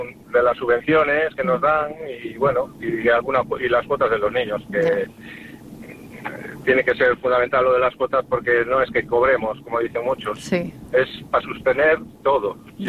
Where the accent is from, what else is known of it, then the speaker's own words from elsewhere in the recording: Vigo, Galicia, Spain; yo soy de Alcabre, soy de Alcabre de toda la vida